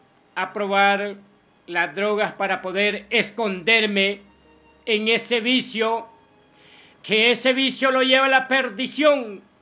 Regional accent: Jucuapa, Usulután, El Salvador; como nosotros decimos aquí en Jucuapa.

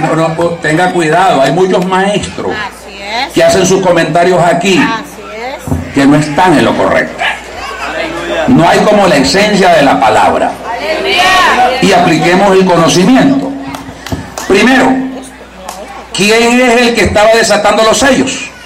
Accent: El Salvador; allá sale que … que soy del Salvador.

